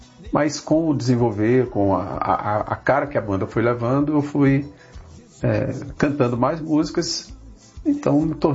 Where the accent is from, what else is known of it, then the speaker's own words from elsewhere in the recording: Maranhão, Brazil; como eu venho do Maranhão. e eu morei grande parte no interior do Maranhão, então a gente convivia com o rio, com as dificuldades, com o sertanejo.